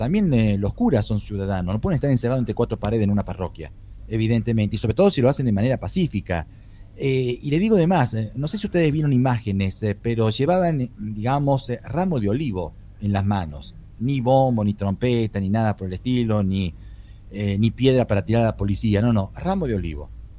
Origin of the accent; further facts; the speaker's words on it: Córdoba, Argentina; el centro de Córdoba, de mi ciudad natal